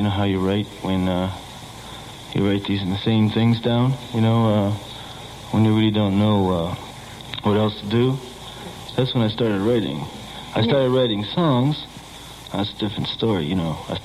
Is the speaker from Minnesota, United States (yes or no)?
yes; Minnesota, United States; Minnesota. Minnesota, yeah.